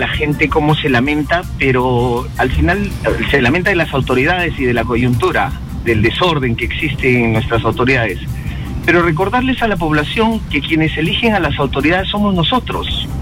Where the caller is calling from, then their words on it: San Vicente de Cañete, Lima, Peru; llamo de Cañete, estoy llamando.